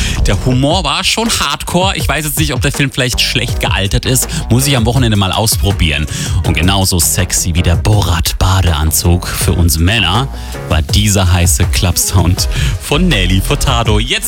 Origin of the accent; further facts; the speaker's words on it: Bosnia & Herzegovina; moved away; Ich bin gebürtig aus Bosnien